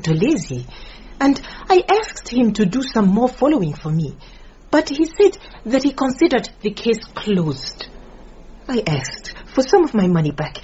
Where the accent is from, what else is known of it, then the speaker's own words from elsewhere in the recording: Francistown, North-East District, Botswana; now in Mochudi, Botswana; I am originally from Francistown, but now I live in Mochudi. And that is where I am working at the moment.